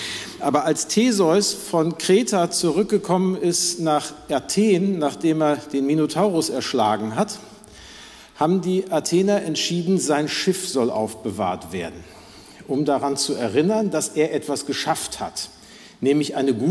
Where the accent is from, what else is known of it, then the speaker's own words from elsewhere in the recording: Gelsenkirchen, North Rhine-Westphalia, Germany; now in Hamburg, Germany; ich komme aus Gelsenkirchen.